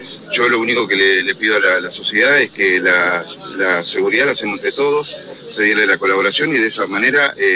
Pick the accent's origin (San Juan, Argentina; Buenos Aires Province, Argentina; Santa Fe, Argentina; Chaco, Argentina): Santa Fe, Argentina; Santa Rosa de Calchines; Soy de Santa Rosa de Calchines, oriundo, así que sí, justamente conozco la parte de la zona de la costa.